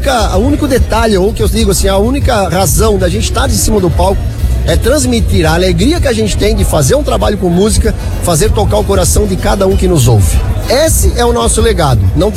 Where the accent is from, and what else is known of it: Blumenau, Santa Catarina, Brazil; born or raised there